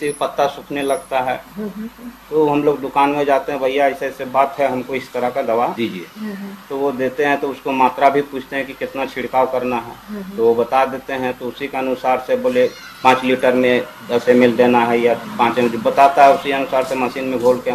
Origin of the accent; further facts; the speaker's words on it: Hazaribagh district, Jharkhand, India; गांव आमनारी के।